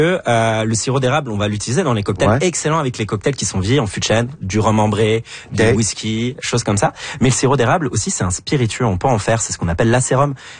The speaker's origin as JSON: {"language": "French", "country": "France", "moved": "yes", "lives_now": "Quebec, Canada", "said": "Je suis français, ça fait partie de ma nationalité."}